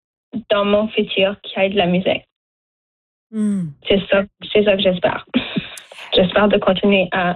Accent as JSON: {"language": "French", "town": "Dartmouth", "region": "Nova Scotia", "country": "Canada", "said": "Comme, même si je viens pas de Chicago, ben, je viens de Chicago, mais je viens de Dartmouth"}